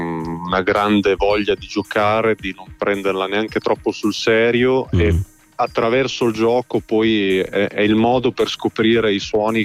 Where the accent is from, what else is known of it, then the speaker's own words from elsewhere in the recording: Emilia-Romagna, Italy; Io vengo dall'Appennino reggiano